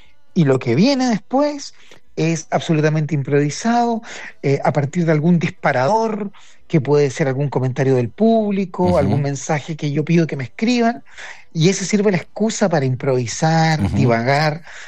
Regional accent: Chile; como chileno me van a tener mala, entonces dijo, voy a decir que soy mendocino.

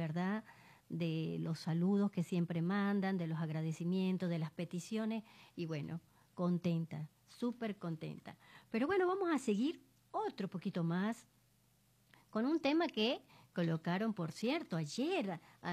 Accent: Venezuela; moved away as an adult; now in Tandil, Argentina; Así que, bueno, una venezolana que ya cada día, ya 8 años aquí en Tandil, y bueno, amo a la Argentina desde que estaba en mi país.

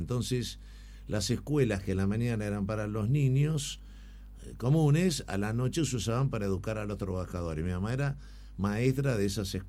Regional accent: Buenos Aires, Argentina; born there

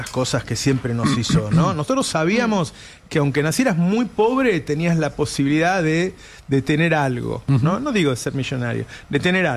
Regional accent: Argentina

